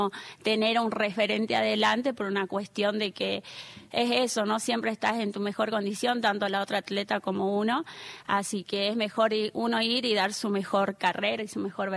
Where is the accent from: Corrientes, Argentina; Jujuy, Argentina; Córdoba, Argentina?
Jujuy, Argentina; soy como una jujeña trucha, porque siempre que voy al norte me termino como apunando.